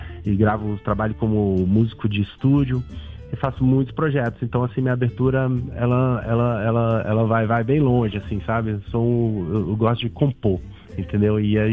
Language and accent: Portuguese; Brazil; eu também sou brasileiro